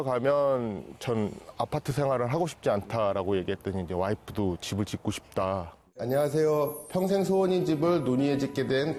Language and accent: Korean; Anseong, Gyeonggi Province, South Korea; moved away; 제 고향이 안성이라서